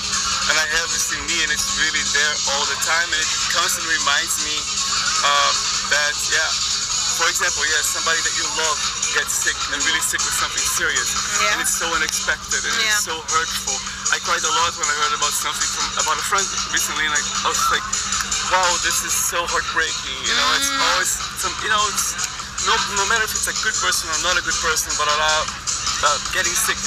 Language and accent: English; Brazil; I grew up really poor in Brazil.